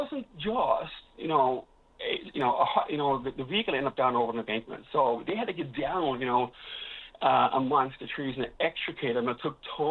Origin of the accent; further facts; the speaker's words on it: Gander, Newfoundland and Labrador, Canada; and I come from Wait and Gander, actually hosted a lot of the water bomber pilots last summer